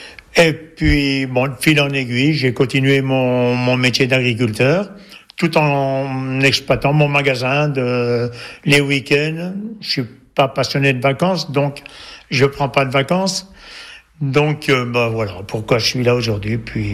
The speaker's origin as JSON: {"language": "French", "town": "Couches", "region": "Bourgogne-Franche-Comté", "country": "France", "tie": "born or raised there", "said": "Bon je suis né à Couche, je suis resté à Couche."}